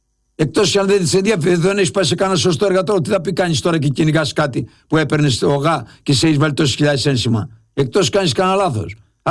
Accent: Lefkada, Ionian Islands, Greece; Επειδή είμαι και από τη Λευκάδα

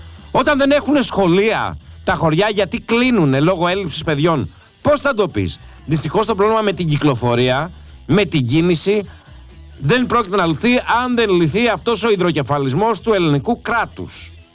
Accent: Central Greece, Greece; now in Athens, Greece; Το λέω επειδή είμαι από εκεί κοντά.

